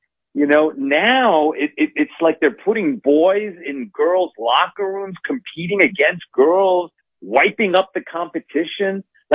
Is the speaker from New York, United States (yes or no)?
yes; New York, United States; I grew up in New York. I thought the New York Times told the truth.